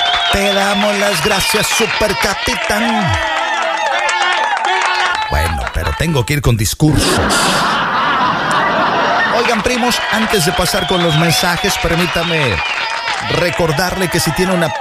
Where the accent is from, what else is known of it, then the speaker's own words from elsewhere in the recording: Mexico; born there; A los que nacimos en México nos dicen mexicanos.